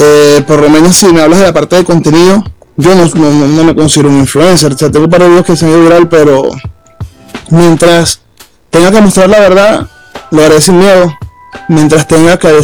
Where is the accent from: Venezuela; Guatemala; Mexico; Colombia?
Venezuela; siendo un venezolano patriota, y bueno, tengo mi corazoncito, pues, más comunista y más chavista, y más madurista, y más revolucionario que nunca.